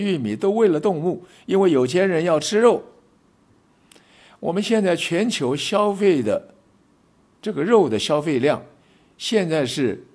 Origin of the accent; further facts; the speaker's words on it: China; 所以我们中国呀是世界生产猪第一大国，消费猪肉第一大国。